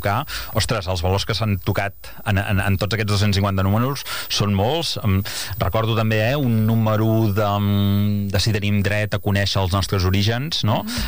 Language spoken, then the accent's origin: Catalan; Igualada, Catalonia, Spain; que ets jove, jo sóc d'Igualada, el Joan, el codirector de Mataró, quedava molt lluny.